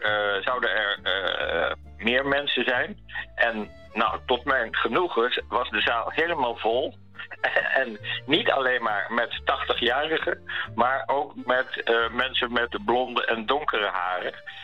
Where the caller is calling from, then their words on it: The Hague, South Holland, Netherlands; Uit Scheveningen, waar ik woon.